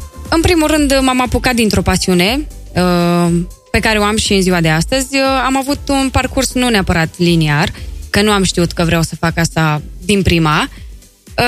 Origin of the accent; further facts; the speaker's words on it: Vulcan, Hunedoara County, Romania; now in Florești, Romania; Eu sunt din Vulcan, din Hunedoara, un oraș mai micuț.